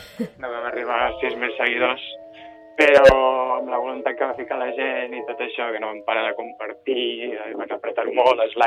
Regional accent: Sitges, Catalonia, Spain; also born or lived in Sant Pere de Ribes; marxant del meu poble de Sitges i anant a Ribes.

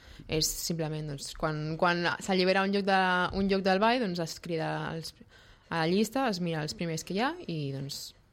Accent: Sitges, Catalonia, Spain

